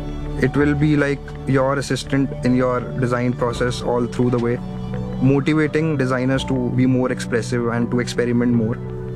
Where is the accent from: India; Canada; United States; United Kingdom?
India; Dehradun, Uttarakhand; now in Delhi, India; I am from Dehradun, which is like a valley, and it is close to the Himalayas. It's all very green and very, very beautiful.